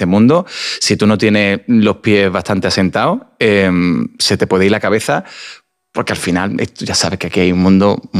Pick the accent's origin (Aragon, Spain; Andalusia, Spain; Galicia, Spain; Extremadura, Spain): Andalusia, Spain; Seville; todo el mundo sabe que yo soy del Sevilla y soy de una ciudad que sigue con mucha pasión.